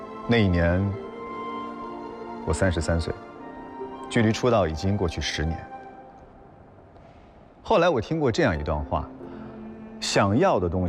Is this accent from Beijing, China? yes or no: no; Wuhan, Hubei, China; born there; 我出生在湖北武汉的一个普通家庭。